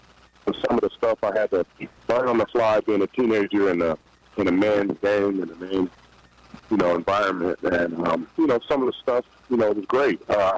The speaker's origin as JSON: {"language": "English", "town": "Chicago", "region": "Illinois", "country": "United States", "said": "We're from Chicago, so, you know, we moved out the city just to get out the violence and all the bad stuff that was going on."}